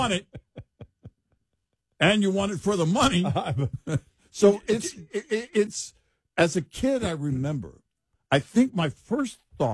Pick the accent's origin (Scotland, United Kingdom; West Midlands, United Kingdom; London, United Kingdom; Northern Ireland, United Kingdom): Scotland, United Kingdom; Well, I have to start with the fact that I'm Scottish, so that's not going to fly.